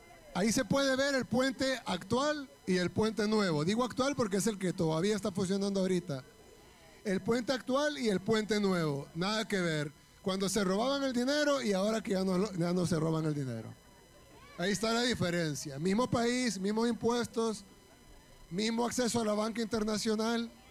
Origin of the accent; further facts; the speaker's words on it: El Salvador; una buena parte de los salvadoreños hemos cruzado el puente actual